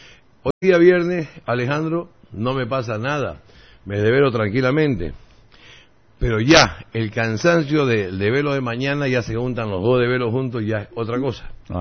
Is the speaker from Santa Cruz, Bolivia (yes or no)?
yes; Santa Cruz, Bolivia; Soy regionalista porque quiero a mi región, y siempre lo he dicho. Mi patria es Santa Cruz, pero soy boliviano.